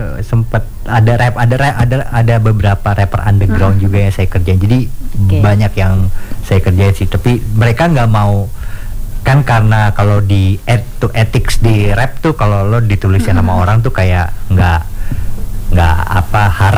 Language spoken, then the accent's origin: Indonesian; Jakarta, Indonesia; Asli dari Jakarta, Indonesia lah pokoknya.